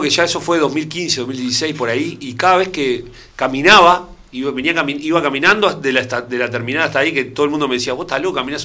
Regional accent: Montevideo, Uruguay; moved away as an adult; now in Maldonado, Uruguay; yo soy montevideano, Nando, nací en 18 de julio

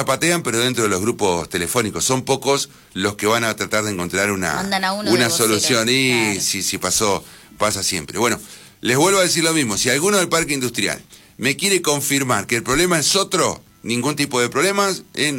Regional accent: El Cóndor, Río Negro, Argentina; somos un vecinos del Cóndor

